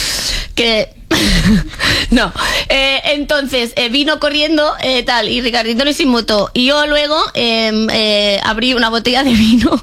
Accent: Catalonia, Spain; Yo bebo agua porque soy catalana, ¿vale?

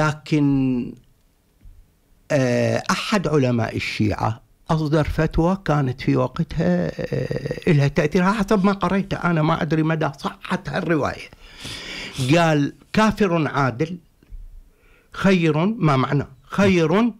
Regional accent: Iraq; لما أنا لما أقول أنا عراقي صابئي تختلف عن أنا صابئي عراقي، تختلف كل شهواي. من أبدي صابئيتي على عراقيتي انتهى بالنسبة إلي العراق

